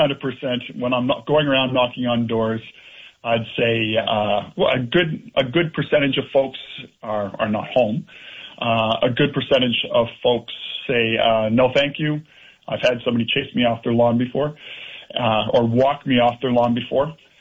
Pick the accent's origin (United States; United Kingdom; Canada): Canada; Nova Scotia; moved away; I'm originally from Nova Scotia. I don't know if that means anything. Normally means I'm a little chattier than other folks.